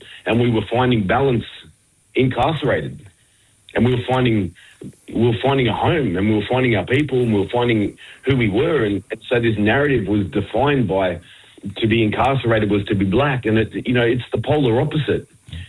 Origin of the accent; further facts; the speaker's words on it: Sydney, New South Wales, Australia; But like Quaden, I didn't grow up on country. I wasn't afforded that privilege. And I grew up down in Sydney, you know, but I was, you know, nurtured by, predominantly around Redfern, Waterloo and that area growing up.